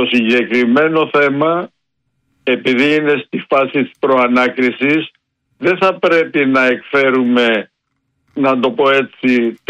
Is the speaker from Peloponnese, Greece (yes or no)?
yes; Peloponnese, Greece; στην πατρίδα μου την Αρκαδία λένε χτύπα ξύλο και χτυπάω.